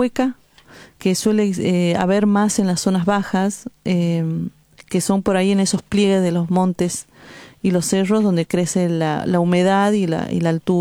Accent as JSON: {"language": "Spanish", "town": "Finca Santiago", "region": "Salta", "country": "Argentina", "lives_now": "Tilcara, Argentina", "said": "Yo soy de Finca Santiago, Irulla, eso es departamento de Irulla, bien al norte de la provincia de Salta. Y vivo en Tilcara, que es Quebrado Mahuaca, provincia de Jujuy."}